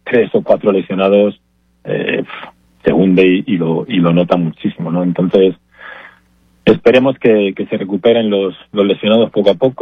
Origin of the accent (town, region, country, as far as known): Spain; moved away